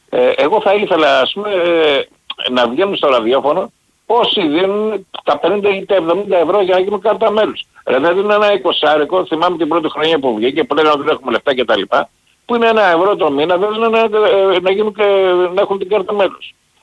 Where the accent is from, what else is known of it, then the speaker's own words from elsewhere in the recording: Keratsini, Attica, Greece; από το Κερατσίνο.